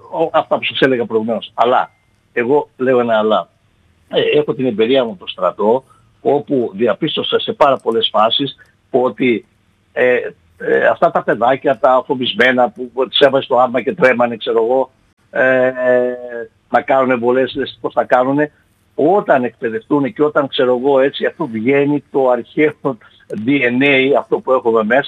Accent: Epirus, Greece; Στην πατρίδα μου την Ήπειρο.

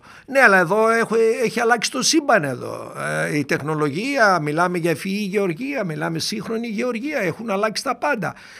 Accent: Doirani, Central Macedonia, Greece; moved away; στο χωριό μου στη Δοϊράνη στο Κυλκής

